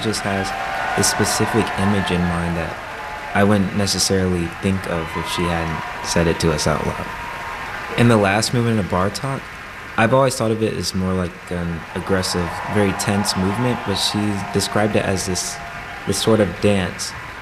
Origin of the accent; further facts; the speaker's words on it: Memphis, Tennessee, United States; I'm from Memphis, Tennessee, and I play the viola.